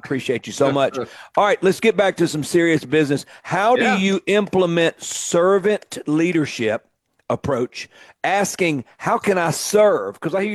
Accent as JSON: {"language": "English", "region": "Mississippi", "country": "United States", "tie": "born or raised there", "said": "on my soil, on my dime, on Mississippi soil, you know, in my hometown."}